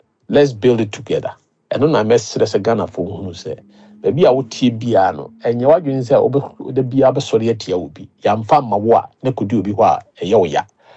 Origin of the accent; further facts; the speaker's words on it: Ghana; I'm a Ghanaian, I'm Ghanaian.